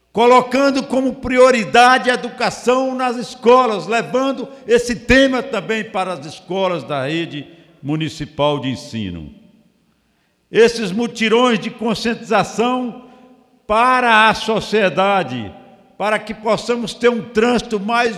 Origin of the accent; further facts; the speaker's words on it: Guanambi, Bahia, Brazil; de cidades como a minha, cidade de 90 mil habitantes, Guanambi, minha cidade natal.